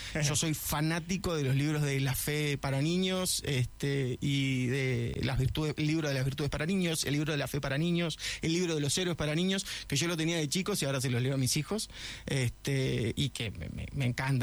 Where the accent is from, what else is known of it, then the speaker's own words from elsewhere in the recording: Argentina; moved away as an adult; now in Chile; como argentino, que siempre pude entrar en Chile